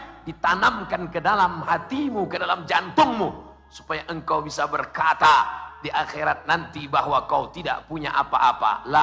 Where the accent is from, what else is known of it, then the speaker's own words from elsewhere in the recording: Sumatra, Indonesia; Saya datang dari Sumatera.